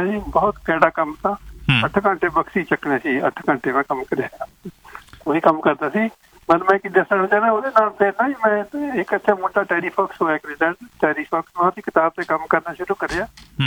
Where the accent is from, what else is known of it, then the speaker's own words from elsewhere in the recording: Chamkaur Sahib, Punjab, India; moved away as an adult; now in Canada; ਮੈਂ ਚਮਕੌਰ ਸਾਹਿਬ ਤੋਂ, ਪਿੰਡ ਹੈ ਜੀ ਮੇਰਾ